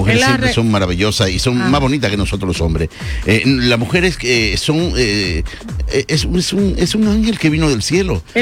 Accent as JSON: {"language": "Spanish", "country": "Dominican Republic", "said": "nosotros como los dominicanos"}